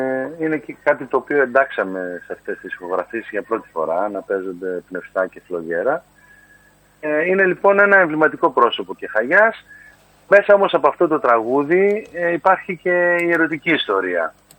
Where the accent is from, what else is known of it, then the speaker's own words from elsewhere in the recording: Lemnos, North Aegean, Greece; να τιμήσω τον τόπο μου